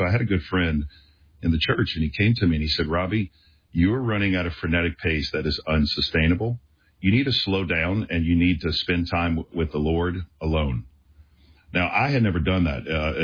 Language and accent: English; New Orleans, Louisiana, United States; But I had learned a practice growing up in New Orleans of how to eat fish and spit out the bones.